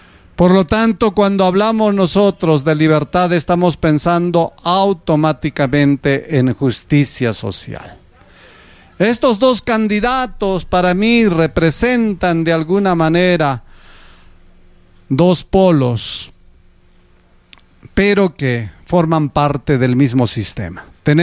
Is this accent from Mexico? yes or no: no; Peru